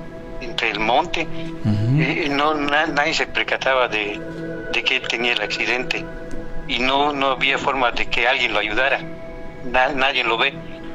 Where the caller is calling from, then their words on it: Comchán, Yucatán, Mexico; de Comchán, Yucatán.